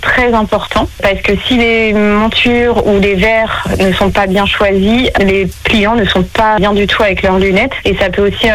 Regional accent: Pays de la Loire, France; je suis originaire de Saint-Jean-d'Assier et aussi de Beaumont, que je suis très proche, où j'ai fait toute mon enfance sur Saint-James et sur Beaumont.

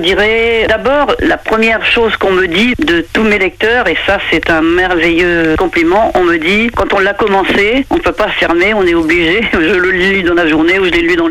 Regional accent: Normandy, France; je suis de Suisse normande donc très attachée.

